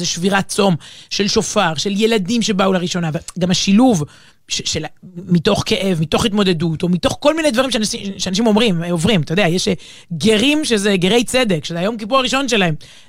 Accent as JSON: {"language": "Hebrew", "town": "Herzliya", "region": "Tel Aviv District", "country": "Israel", "tie": "born or raised there", "said": "כן, ליד הרצליה, גדלתי בהרצליה, קיבוץ יקום"}